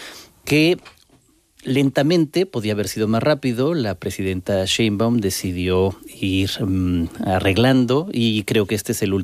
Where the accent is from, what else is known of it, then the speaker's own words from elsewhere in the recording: Mexico; also born or lived in Spain; No, bueno, como soy mexicano, soy español, sí